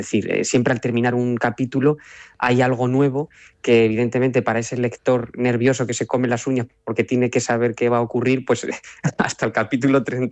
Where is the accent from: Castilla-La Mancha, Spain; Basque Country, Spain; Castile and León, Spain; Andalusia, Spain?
Castilla-La Mancha, Spain; Lillo; now in Talavera de la Reina, Spain; mi pueblo, que es donde me he criado